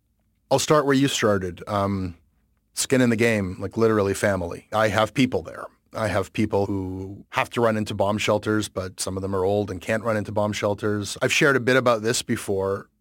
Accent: Toronto, Ontario, Canada; I was born in Mount Sinai Hospital in Toronto. That's where I was born. The first neighborhood I lived in was Armour Heights. The second neighborhood I lived in was around Bathurst and Eglinton.

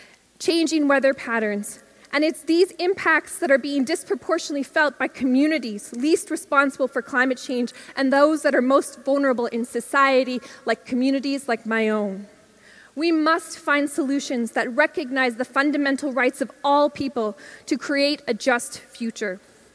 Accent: Alberta, Canada; I come from this territory. I come from a place called Treaty 8 in northern Alberta, where in Canada, Indigenous people represent about 4% of the population, or 1.4 million people. My people are known as the Athabasca Chipewyan First Nation, which is a colonial name.

